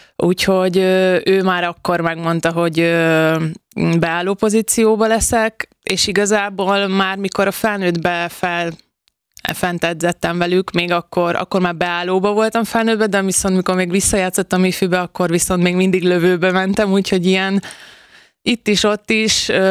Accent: Borsod-Abaúj-Zemplén, Hungary; also born or lived in Debrecen; Debrecenben születtem, ez tény és való, de amúgy egy borsodi kisfaluban nőttem fel, és a szüleim még mindig ott élnek

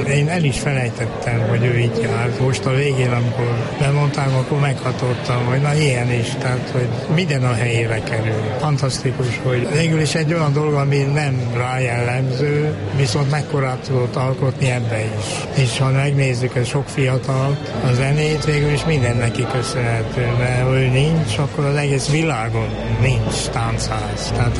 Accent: Harghita, Romania; Ugye én a Csíki székely vagyok

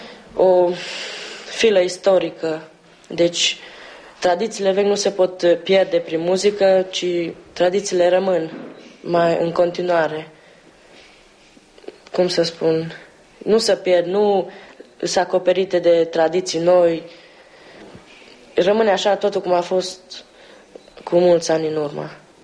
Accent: Otlaca Pustă, Békés, Hungary; Sunt din Otlaca Pustă, originar din județul Cluj, localitatea Turda.

